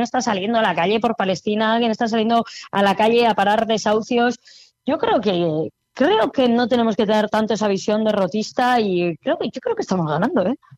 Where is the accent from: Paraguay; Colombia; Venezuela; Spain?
Spain; Basque Country; Pues mientras que aquí tenemos en Euskal Herria ¿sabes? O sea, en mi país tenemos nuestro pequeño ámbito cultural